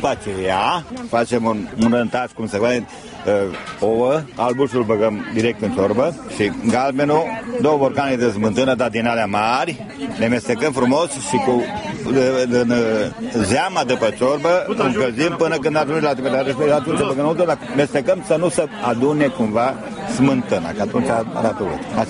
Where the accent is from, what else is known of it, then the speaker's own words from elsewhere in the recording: Transylvania, Romania; Ținând cont că suntem din Ardeal, știm să facem așa ceva.